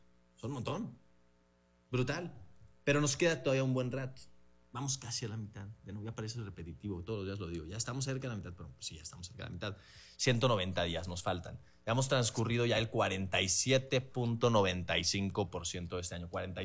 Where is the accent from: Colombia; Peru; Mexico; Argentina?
Mexico; Yo soy un buen mexicano.